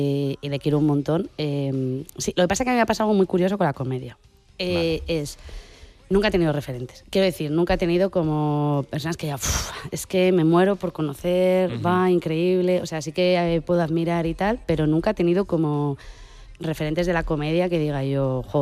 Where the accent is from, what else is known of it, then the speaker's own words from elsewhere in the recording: Burgos, Castile and León, Spain; soy de Burgos, que... Porque, joder, es algo que es característico mío. Soy lo que soy porque me he criado en Burgos, mi familia es de Burgos, mi entorno es de Burgos, o sea, todo, o sea, mis antepasados son de Atapuerca